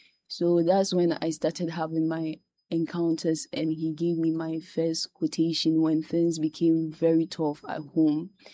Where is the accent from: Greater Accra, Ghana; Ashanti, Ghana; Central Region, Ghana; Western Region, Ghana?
Ashanti, Ghana; Jache Prom; I'm from Bosomche. I'm from Jache, Jache Prom.